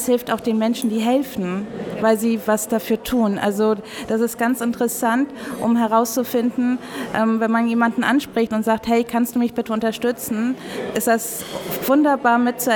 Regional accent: Warin, Mecklenburg-Vorpommern, Germany; ich bin aus der Gemeinde Warin.

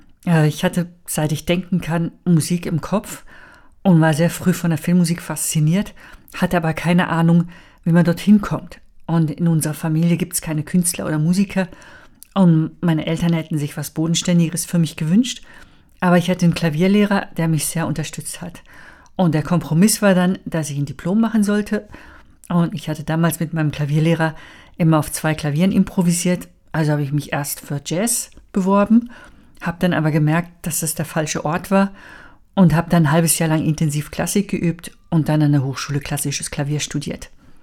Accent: Switzerland; moved away as an adult; also born or lived in Italy / United States; now in Germany; ich bin in der Schweiz aufgewachsen. Meine Eltern, meine Vorfahren sind aber Deutsche. Dann habe ich 6 Jahre in Italien gelebt, 3 Jahre USA

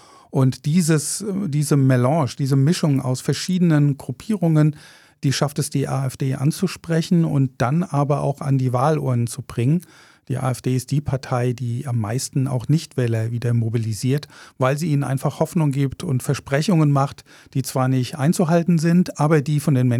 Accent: Mainz, Rhineland-Palatinate, Germany; now in Rostock, Germany; ich komme ursprünglich aus Mainz

